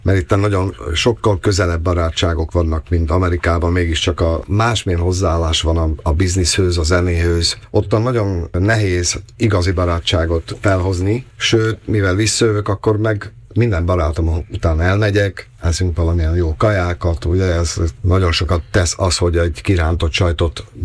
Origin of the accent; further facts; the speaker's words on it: Slovakia; De én szlovák is vagyok, tőle apukám a szlovák volt, anyukám magyar, így mind a két én barátság alap megvan bennem.